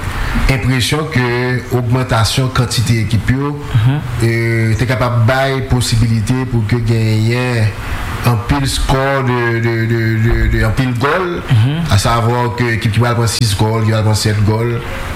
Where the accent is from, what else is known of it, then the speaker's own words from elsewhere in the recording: Haiti; en tant que haïtien